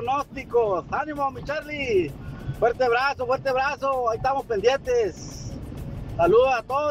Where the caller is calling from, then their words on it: Mexico; somos mexicanos